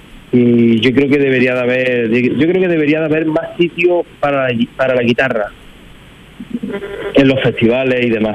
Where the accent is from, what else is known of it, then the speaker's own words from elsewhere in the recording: Iznalloz, Andalusia, Spain; yo la compuse con unos 15 o 16 años en mi pueblo